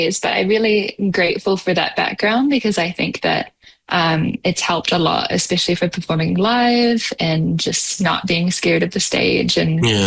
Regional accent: New Zealand; now in England; Yeah, so I grew up in New Zealand. Mom and dad still live there. The whole family still live in New Zealand.

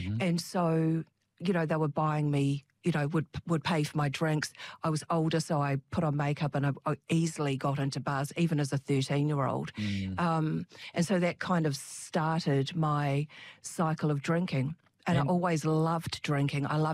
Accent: Christchurch, Canterbury, New Zealand; also born or lived in Sydney; I grew up in Christchurch. I've lived here for all but 7 years of my life. Mm-hmm. I went over to Sydney when I was in my early 20s. After my father died. But yes, grew up in Avonhead and had three sisters.

